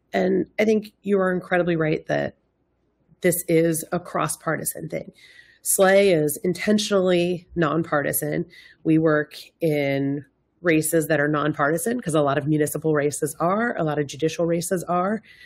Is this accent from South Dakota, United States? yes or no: no; Iowa, United States; I'm from Iowa